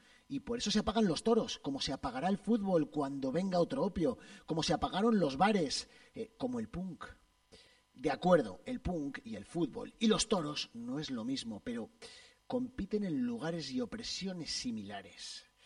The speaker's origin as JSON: {"language": "Spanish", "town": "Arnedo", "region": "La Rioja", "country": "Spain"}